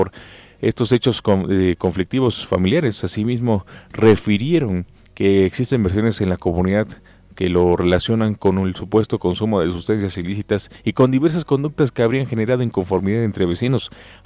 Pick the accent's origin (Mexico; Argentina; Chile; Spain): Mexico; no existe justicia en mi país. Amo México